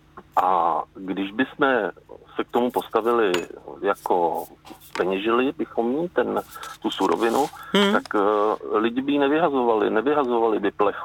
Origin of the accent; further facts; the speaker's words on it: South Bohemian Region, Czechia; Tak jižní Čechy, já jsem kovaný Jihočech a musím říct, že jižní Čechy jsou podle mě teda nejkrásnější v Čechách.